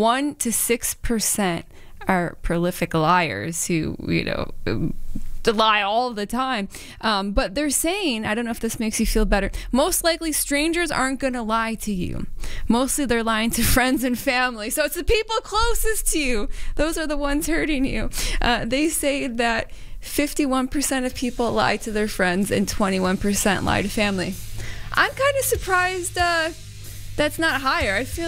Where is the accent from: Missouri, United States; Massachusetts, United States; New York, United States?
New York, United States; we will, and we're from New York too.